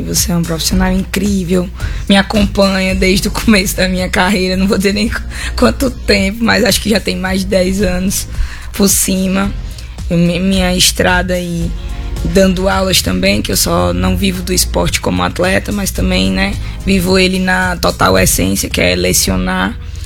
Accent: São Paulo, Brazil; now in Mossoró, Brazil; eu sou paulista.

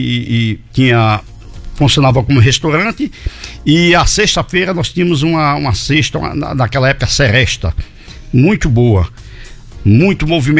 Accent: Malhada Vermelha, Rio Grande do Norte, Brazil; E quando casou, veio para Malhada, colocou um comércio lá e nós nascemos lá em Malhada Vermelha

